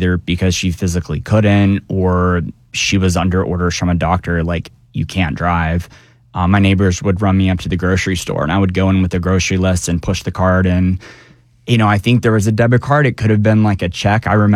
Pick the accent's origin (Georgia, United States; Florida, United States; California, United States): Georgia, United States; Marietta; I grew up in Marietta, Georgia.